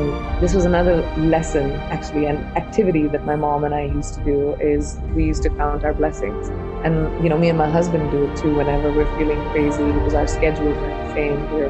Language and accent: English; India; I'm an Indian who's grown up in India